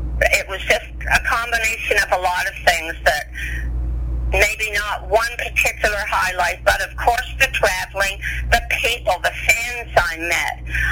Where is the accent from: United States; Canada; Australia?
Canada; When we got to the Netherlands, I couldn't believe how well we were received. And being Canadian, look, they just opened their their arms and their hearts to us